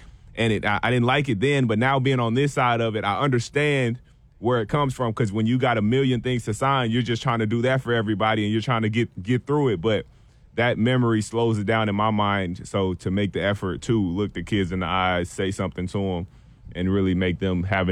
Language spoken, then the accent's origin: English; Little Rock, Arkansas, United States; I grew up in Little Rock around the different people that ended up being in tough situations.